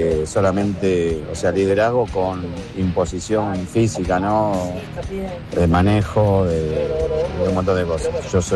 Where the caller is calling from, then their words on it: Villa Martelli, Buenos Aires Province, Argentina; de Villa Martelli